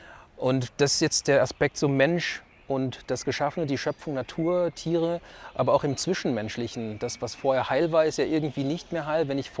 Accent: Germany; born there; ich bin Deutscher, ich bin hier geboren, was willst du mit?

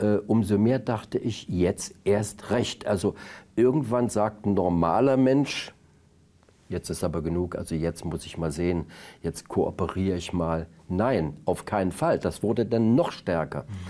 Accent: Brandenburg, Germany; ich bin ja aus Brandenburg, wo ich dann in Strafhaft war

